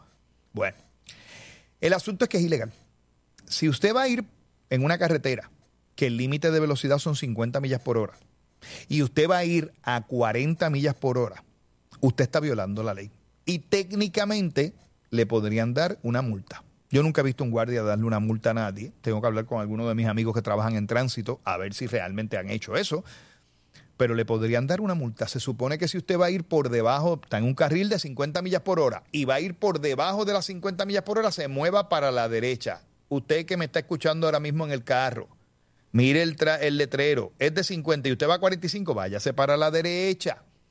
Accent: Puerto Rico

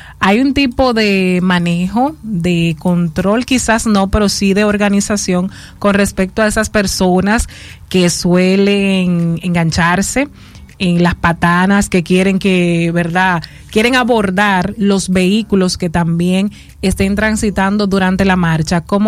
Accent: Dominican Republic; como dominicanos que somos

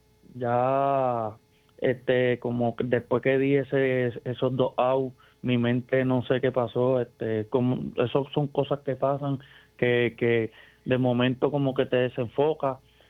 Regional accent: Puerto Rico

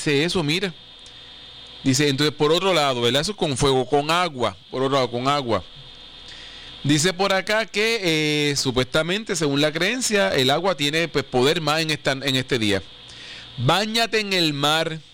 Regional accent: Puerto Rico

